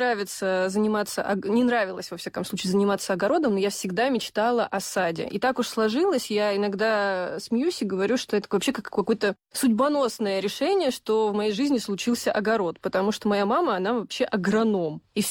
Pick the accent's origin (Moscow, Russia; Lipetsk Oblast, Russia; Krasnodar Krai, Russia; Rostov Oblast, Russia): Krasnodar Krai, Russia; moved away; я родом из Краснодарского края